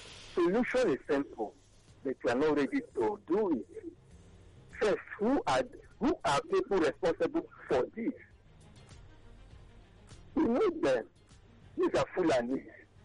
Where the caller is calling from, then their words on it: Owerri, Imo, Nigeria; In my place, in Owerri